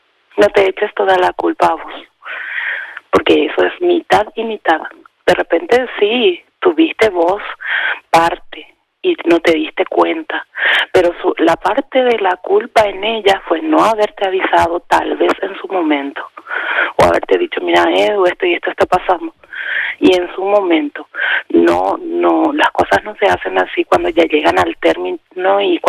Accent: Paraguay; Soy de Paraguay.

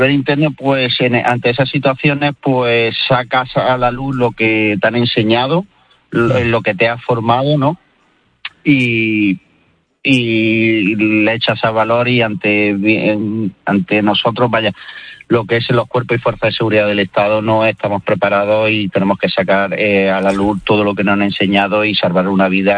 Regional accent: Loja, Andalusia, Spain; now in Almería, Spain; soy natural de Loja y resido actualmente en Almería

